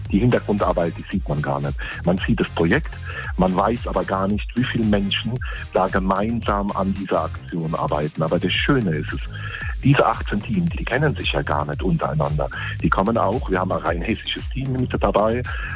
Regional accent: Rhineland-Palatinate, Germany; Als Pfälzer trinkt man ja gerne den einen oder anderen Schorle.

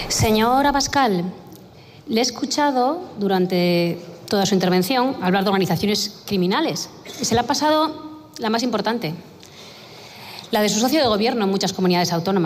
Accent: Galicia, Spain; accent: Galician; soy gallega, creo que me... el acento, ¿no? Sí, soy gallega, sí.

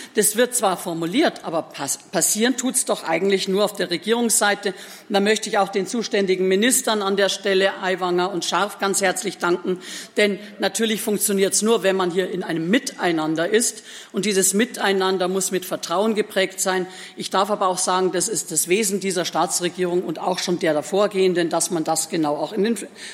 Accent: Germany; außer dass wir als Deutsche dort uns hingegangen sind

